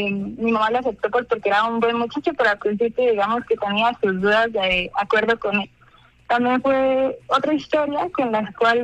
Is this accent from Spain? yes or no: no; Duitama, Boyacá, Colombia; yo soy de Duitama, Boyacá.